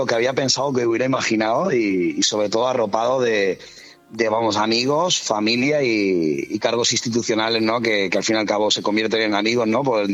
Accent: Benidorm, Valencian Community, Spain; sobre todo orgulloso de ser benidormense, de que mi tierra pueda ser de anfitriona

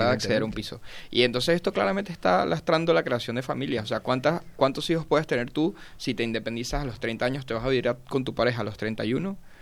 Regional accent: Venezuela; now in Spain; todo lo que yo estoy viviendo ahora en España, yo lo viví cuando era un niño en Venezuela

